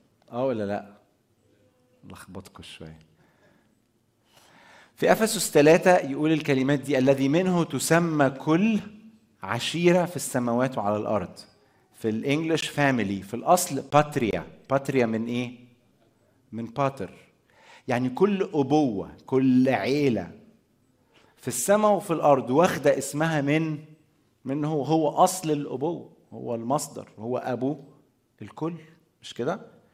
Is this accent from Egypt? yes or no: yes; Egypt